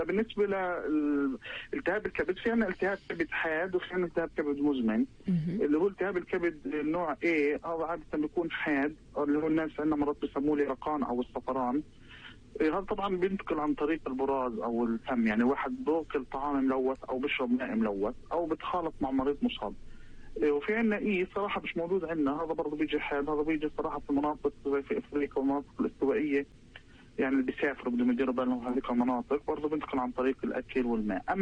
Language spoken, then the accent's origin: Arabic; Palestine; والله إحنا عندنا في فلسطين